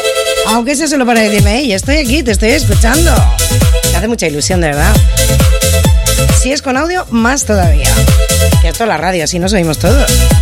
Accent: Barbastro, Aragon, Spain; en el barrio de San José de mi tierra, de aquí de Barbastro.

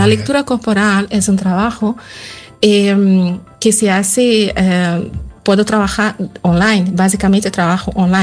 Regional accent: Brazil; Spanish is a second language; Yo soy de Brasil, vengo de Brasil.

